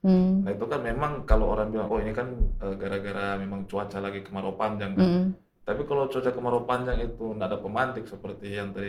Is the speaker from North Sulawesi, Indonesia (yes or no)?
yes; North Sulawesi, Indonesia